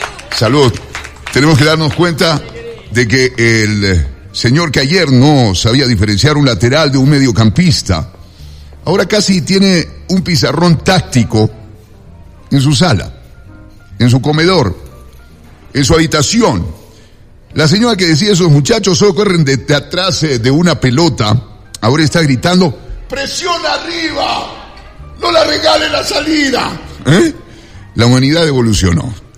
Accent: Ecuador

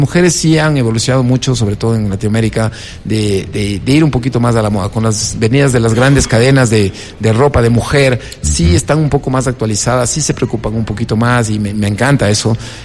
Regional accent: Ecuador; Nosotros en Ecuador

